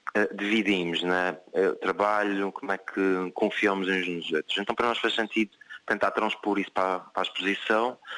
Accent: Azores, Portugal; nós todos, enquanto açorianos, carregamos esse sentimento e essa conquista

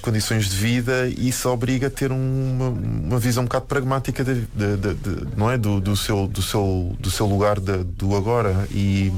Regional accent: Cova da Moura, Lisbon, Portugal; born there; a minha família é da Somada. Eu nasci na Cova da Moura.

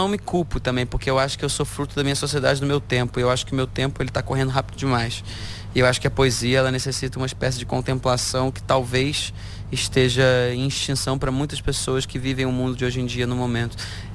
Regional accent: Rio de Janeiro, Brazil; now in Portugal; Até eu que sou carioca estou sofrendo aqui, gente, que é isso? Até trouxe minha namorada para ter uma experiência de Portugal

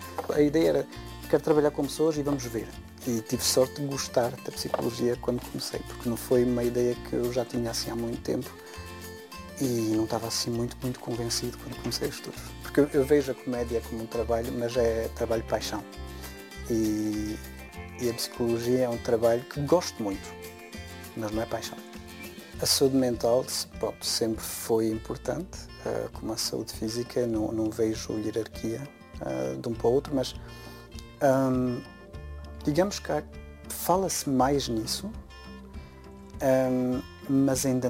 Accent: Luxembourg; also born or lived in Strasbourg, France; Nasci no Luxemburgo, os meus pais conheceram-se no Luxemburgo, pronto, fiz a escola aqui. Fiz os meus estudos na França, estive em Estrasburgo durante 5 anos para fazer o meu diploma de psicólogo. E depois voltei para o Luxemburgo

